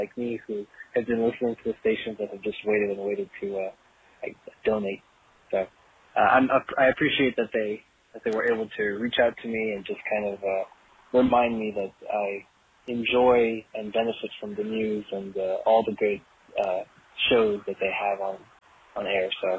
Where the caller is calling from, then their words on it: Miami, Florida, United States; I'm from Miami